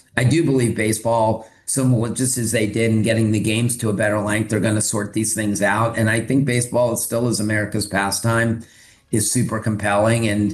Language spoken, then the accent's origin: English; Maryland, United States; and I grew up in Maryland, so I love the Orioles.